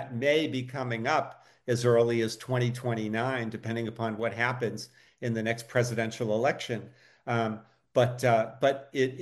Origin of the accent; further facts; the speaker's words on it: Massachusetts, United States; I'm from Massachusetts.